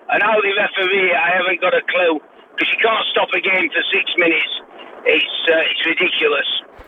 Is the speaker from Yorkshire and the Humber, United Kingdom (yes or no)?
yes; Sheffield, Yorkshire and the Humber, United Kingdom; I actually travelled back to my hometown, Sheffield, so so I could travel back down to London